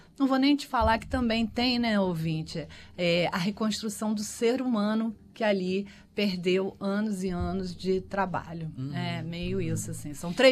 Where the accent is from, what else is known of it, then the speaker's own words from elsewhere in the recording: Brazil; a gente é, né, brasileiras e brasileiros